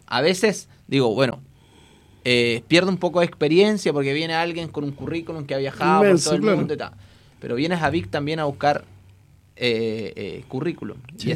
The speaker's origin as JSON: {"language": "Spanish", "town": "San Vicente de Tagua Tagua", "region": "O'Higgins", "country": "Chile", "said": "yo soy de San Vicente, o sea, mi familia está acá, mis hijos estudian acá"}